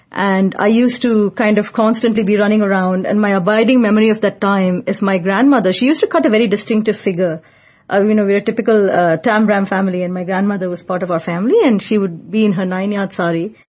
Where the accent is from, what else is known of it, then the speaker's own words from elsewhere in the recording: Canada; born there; first language Tamil; English is a second language; And although I was born in Canada and I grew up for a couple of years in Canada, I didn't know a single word of English. I knew Tamil, which was our native tongue.